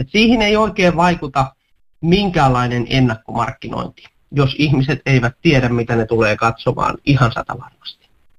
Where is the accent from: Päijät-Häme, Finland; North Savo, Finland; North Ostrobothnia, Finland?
Päijät-Häme, Finland; Lahti; mä olen itse lahtelainen